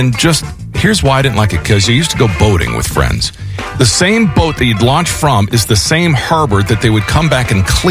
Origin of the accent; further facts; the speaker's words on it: Miami, Florida, United States; Growing up in Miami, Florida, you couldn't get more fresh caught fish if you tried.